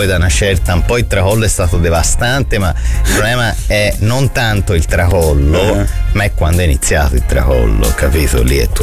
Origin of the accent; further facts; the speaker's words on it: Florence, Tuscany, Italy; Io sono fiorentino